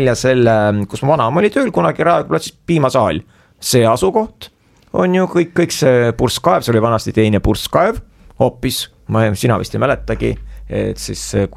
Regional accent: Viljandi, Viljandi County, Estonia; ma olen Viljandist

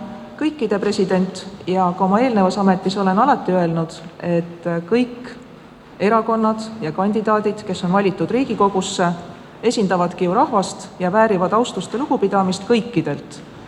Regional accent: Southern Estonia, Estonia; kuigi ma kasvasin Lõuna-Eestis ja selle tõttu ma kahjuks soome keelt ei valda.

